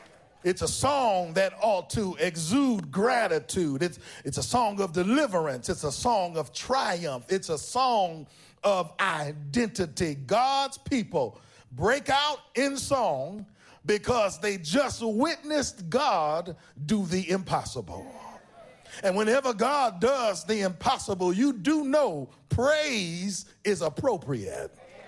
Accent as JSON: {"language": "English", "town": "Oakland", "region": "California", "country": "United States", "tie": "born or raised there", "also_born_or_lived": "Richmond, California", "said": "I was born and raised in Oakland. We called it Oak Town. Born and raised, and then we moved to Richmond, California. Rich Town."}